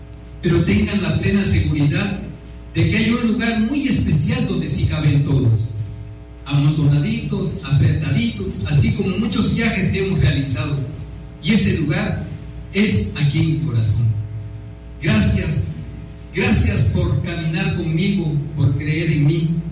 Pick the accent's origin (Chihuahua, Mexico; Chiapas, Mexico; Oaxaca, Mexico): Oaxaca, Mexico; San Pedro Ixcatlán; el pueblo de San Pedro Ixcatlán, ese pueblo mazateco que llevo en el corazón